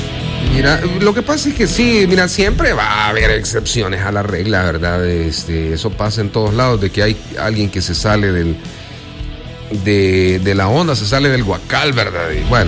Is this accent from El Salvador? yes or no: yes; El Salvador; gente que despotrica en contra de nuestro país y o sea, de verdad, más parece que odia a este país siendo salvadoreño.